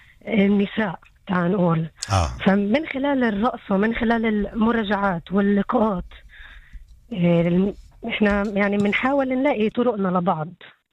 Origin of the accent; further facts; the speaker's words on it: Palestine; إحنا كرقصات عربيات فلسطينيات